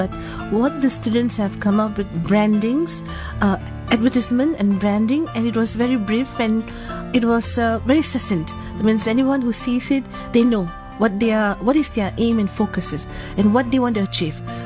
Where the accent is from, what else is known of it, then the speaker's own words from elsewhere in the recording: Malaysia; now in Chennai, India; I'm a Malaysian Consul General in Chennai.